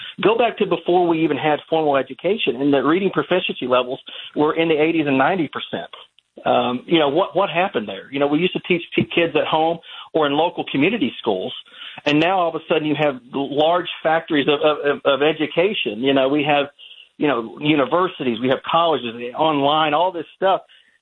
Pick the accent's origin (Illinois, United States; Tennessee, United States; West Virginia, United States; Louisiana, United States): Tennessee, United States; I'm from Tennessee, so in Nashville came up with.